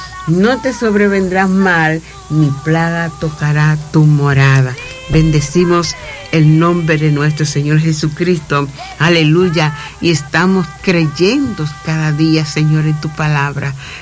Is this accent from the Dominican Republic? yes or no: yes; La Altagracia, Dominican Republic; now in La Romana, Dominican Republic; Sí, mi Batey la Higuera, donde yo me nací, crié. Muchas personas preguntan, ¿dónde es ella? Pues yo soy aleluya de La Higuera.